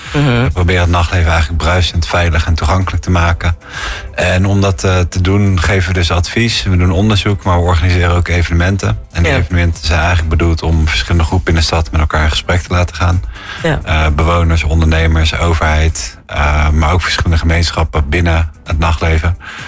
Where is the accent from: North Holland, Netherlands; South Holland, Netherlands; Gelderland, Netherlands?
South Holland, Netherlands; Rotterdam; Nou ja, ik kom uit Rotterdam